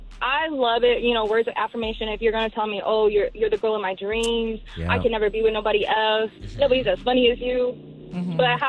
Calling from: Huntington Beach, California, United States; I'm calling from the OC. I'm from Huntington.

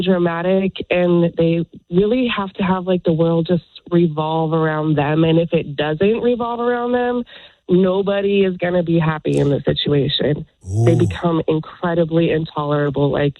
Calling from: California, United States; I'm from Northern California.

